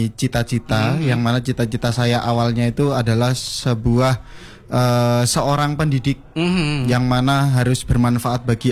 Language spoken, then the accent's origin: Indonesian; Banyuwangi, East Java, Indonesia; moved away as an adult; now in Malang, Indonesia; Asal saya sebenarnya itu dari Banyuwangi.